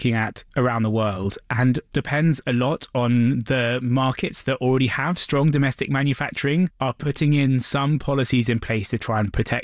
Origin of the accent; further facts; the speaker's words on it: United Kingdom; Well, I can proudly say as a Brit, the UK is a mainstay of the global wind sector